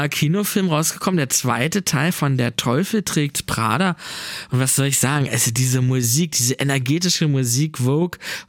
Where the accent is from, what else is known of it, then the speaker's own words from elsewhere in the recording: Germany; Wir sollten vielleicht als Deutsche